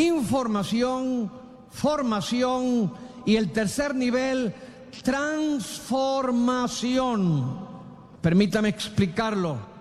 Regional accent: Puerto Rico; moved away; also born or lived in Mexico City; En mi tierra puertorriqueña, el campesino le dice: la Virne María.

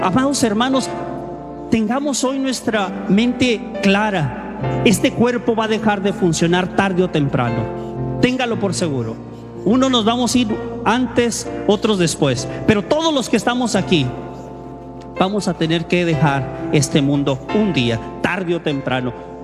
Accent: Tijuana, Baja California, Mexico; born there; Mi mamá se vino para acá, para el norte. Obviamente yo nací en Tijuana.

